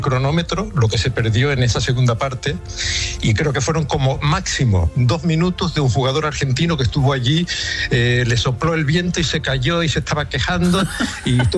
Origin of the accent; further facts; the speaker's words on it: Garafía, Canary Islands, Spain; now in Cercedilla, Spain; te llamo de Madrid, concretamente desde Cercedilla, aunque soy de Garafía, la isla de La Palma.